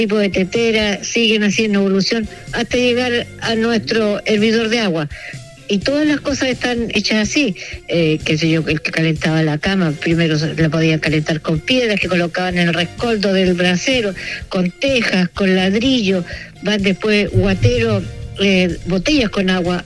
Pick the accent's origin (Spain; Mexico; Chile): Chile; Maule; born there; moved away as an adult; also born or lived in Santiago; cuando yo me fui a estudiar del campo al Liceo de Niñas de Linares y viajaba todos los días, allá le miraban a uno como que era la campesina